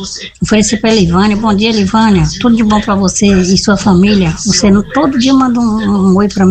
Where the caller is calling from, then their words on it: Brazil; porque nós somos brasileiros.